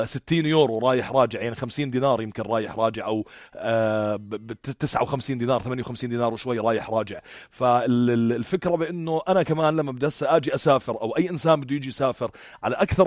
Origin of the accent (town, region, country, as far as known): Jordan